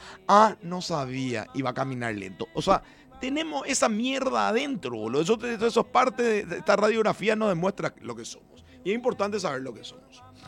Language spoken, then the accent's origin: Spanish; Paraguay; O sea, la risa termina siendo una anestesia a no ver lo desesperante que somos como paraguayos.